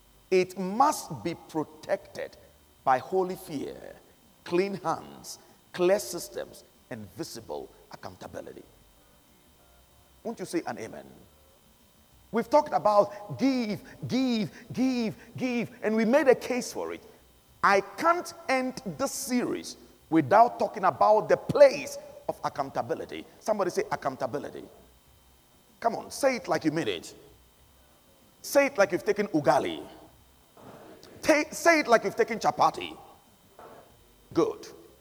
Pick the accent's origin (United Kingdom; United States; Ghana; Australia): Ghana; I'm from West Africa, Ghana.